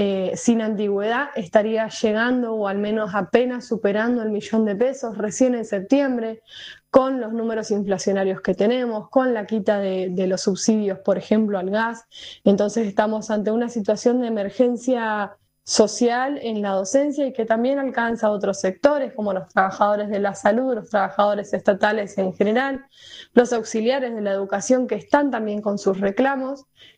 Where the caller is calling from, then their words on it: Rawson, Chubut, Argentina; de Rawson, docente de parte del movimiento de docentes autoconvocados de Chubut